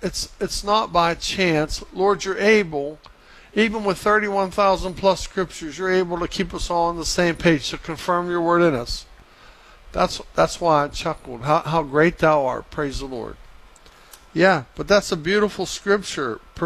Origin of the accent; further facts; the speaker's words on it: Weirton, West Virginia, United States; I'm from Weirton, West Virginia.